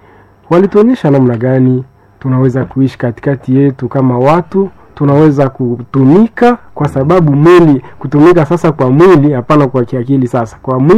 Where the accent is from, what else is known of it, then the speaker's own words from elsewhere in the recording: Butembo, North Kivu, DR Congo; Mimi binafsi nilitoka hapa kwetu Butembo Kitatumba, nilikuwa parosi Kitatumba